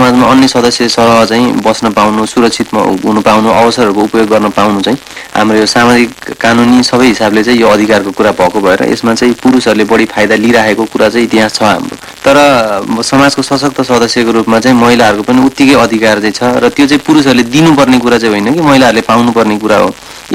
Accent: Lumbini Province, Nepal; म चाहिँ नितान्त एकदमै गाउँमा कपिल वस्तुको पनि एकदम बोर्डर छेउको गाउँमा बस्ने भएको भएर मेरो घर नै त्यहीँ भएको भएर

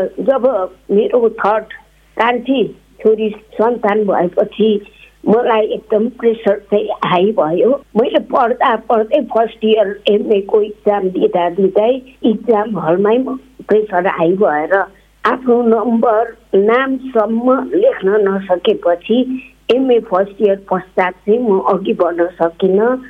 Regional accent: Manebhanjang, West Bengal, India; born there; मेरो जन्म चाहिँ खास भन्नु पर्दा दार्जिलिङको माने भन्ज्याङमा 2019 सालमा भएको थियो।

